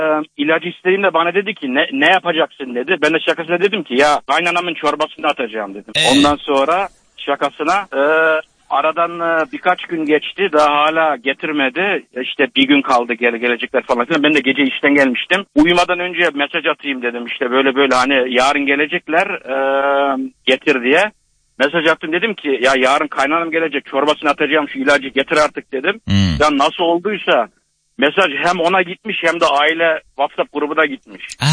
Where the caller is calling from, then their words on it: Netherlands; Hollanda'dan arıyorum